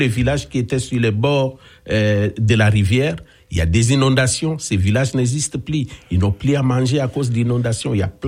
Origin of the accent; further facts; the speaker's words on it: DR Congo; moved away as an adult; now in Longueuil, Canada; je suis à Longueuil depuis 2014. J'arrive du Congo directement.